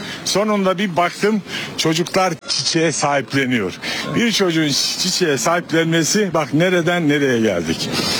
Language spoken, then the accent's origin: Turkish; Şırnak, Şırnak Province, Turkey; Siyah ve beyaz kadar farklı. Bak ne kadar güzel memleketim ya.